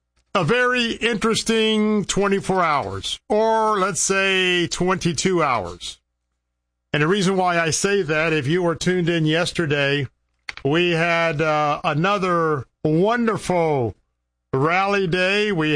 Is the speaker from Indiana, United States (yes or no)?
no; Tampa, Florida, United States; I'm broadcasting from my hometown right here in Tampa, Florida.